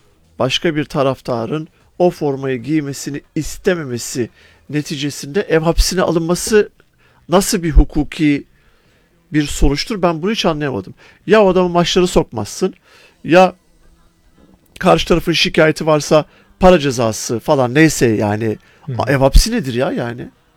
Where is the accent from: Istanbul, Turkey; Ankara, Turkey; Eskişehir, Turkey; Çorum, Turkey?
Ankara, Turkey; Mesela ben Ankaralıyım.